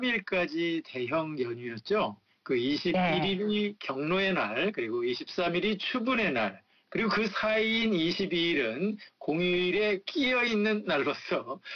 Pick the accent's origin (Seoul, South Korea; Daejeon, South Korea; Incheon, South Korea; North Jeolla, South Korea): Incheon, South Korea; Ganghwa; 강화도가 바로 제 고향입니다.